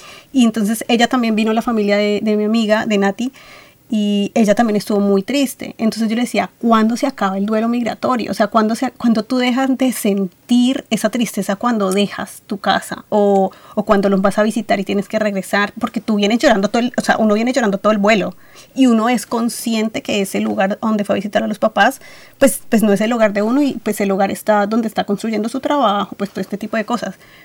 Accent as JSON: {"language": "Spanish", "town": "Cali", "region": "Valle del Cauca", "country": "Colombia", "moved": "yes", "lives_now": "Australia", "said": "Entonces, yo vengo de Cali, que es 35 grados centígrados todo el año."}